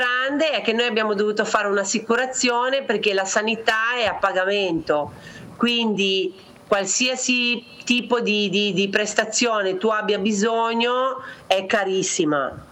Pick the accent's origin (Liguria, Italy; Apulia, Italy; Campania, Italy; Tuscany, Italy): Liguria, Italy; Pietra Ligure; now in Jakarta, Indonesia; il cambiamento principale è che noi nati sul mare, perché noi siamo di Pietra Ligure, quindi 5 minuti eri al mare